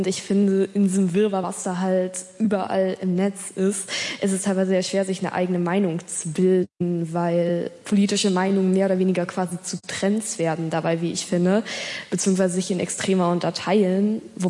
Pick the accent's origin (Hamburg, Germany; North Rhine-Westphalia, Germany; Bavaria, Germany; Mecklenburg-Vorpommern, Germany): Mecklenburg-Vorpommern, Germany; Rostock; ich bin 14 Jahre, ich komme aus Rostock.